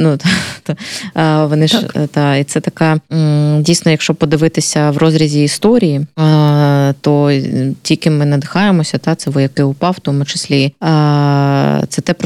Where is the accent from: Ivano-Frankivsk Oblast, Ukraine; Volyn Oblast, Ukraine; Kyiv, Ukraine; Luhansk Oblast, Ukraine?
Luhansk Oblast, Ukraine; moved away; Я з Донбасу, власне, з Луганщини, і у мене дуже багато подруг, друзів, власне, моїх земляків.